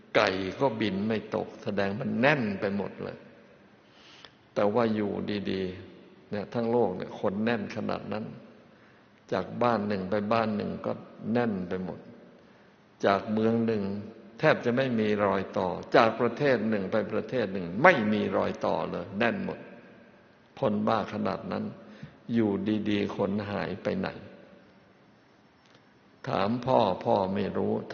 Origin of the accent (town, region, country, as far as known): Kanchanaburi, Thailand; born or raised there